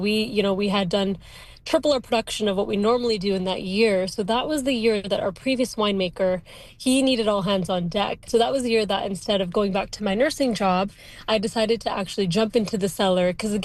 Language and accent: English; Oliver, British Columbia, Canada; I'm born and raised in Oliver, so I grew up running around these vineyards.